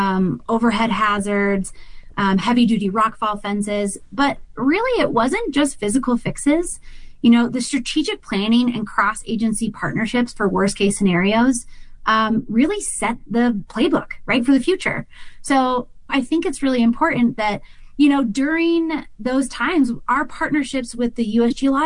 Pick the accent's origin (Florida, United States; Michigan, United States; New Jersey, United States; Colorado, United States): Colorado, United States; You know, I grew up in Colorado, and I think I-70 is an amazing interstate, right?